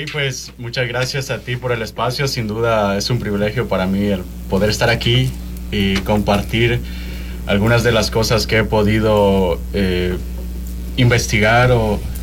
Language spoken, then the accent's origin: Spanish; El Salvador; born there; nací en la montaña, en El Salvador.